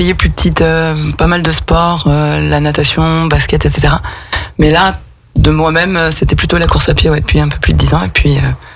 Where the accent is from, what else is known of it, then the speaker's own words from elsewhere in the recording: France; moved away as an adult; j'ai 36 ans, je suis aixoise et amoureuse de ma région.